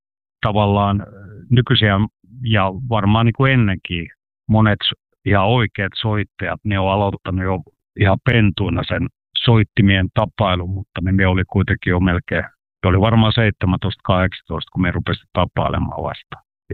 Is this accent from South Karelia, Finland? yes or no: yes; Lappeenranta, South Karelia, Finland; Me ollaan karjalaiset vähän hitaita asioiden omaksumisessa